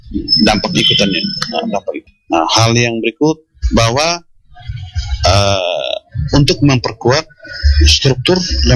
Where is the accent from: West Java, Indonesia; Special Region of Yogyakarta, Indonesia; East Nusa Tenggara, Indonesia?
East Nusa Tenggara, Indonesia; kebiasaan ini kita orang Endelio pada khususnya, bahwa ritual itu merupakan acara yang sangat sakral